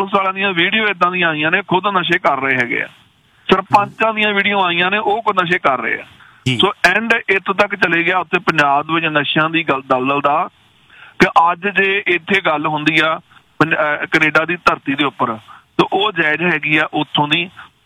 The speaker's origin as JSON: {"language": "Punjabi", "region": "Punjab", "country": "India", "tie": "born or raised there", "said": "ਪਰ ਕਿਉਂਕਿ ਸਾਡੀ ਧਰਤੀ ਹੈ ਜੀ, ਅਸੀਂ ਜੰਮੇ ਪਲੇ ਹੈਗੇ ਹਾਂ, ਸਾਡਾ ਕੰਸਰਨ ਉੱਥੋਂ ਦਾ ਹੈ"}